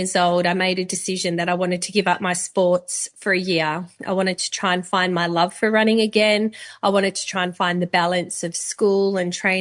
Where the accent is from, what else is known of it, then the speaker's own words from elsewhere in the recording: Perth, Western Australia, Australia; From Perth, Western Australia.